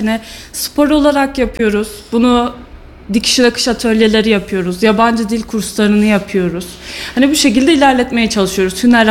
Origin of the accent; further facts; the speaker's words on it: Sivas, Turkey; Yok, Sivaslıyım aslında. Doğma büyüme